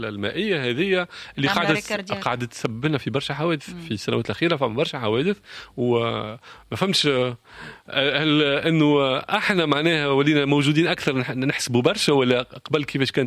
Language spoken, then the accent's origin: Arabic; Tunisia; الحمد لله اللي عندنا في تونس وفي السواحل التونسية ما هيش السامة